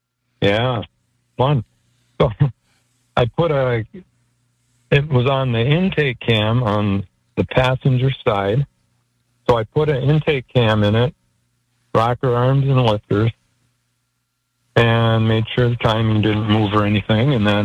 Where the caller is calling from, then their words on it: Minnesota, United States; I listen from Minnesota. I'm a first-time caller.